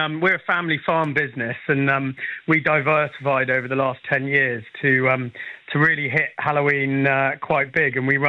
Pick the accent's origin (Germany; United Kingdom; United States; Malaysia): United Kingdom